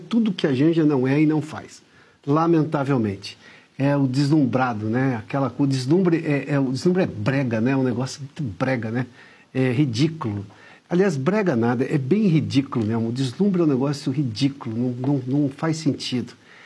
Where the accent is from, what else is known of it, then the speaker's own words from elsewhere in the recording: São Paulo, Brazil; Pois lá no interior de São Paulo, de onde eu venho, no meio da década de 80, isso já não era chique, tá?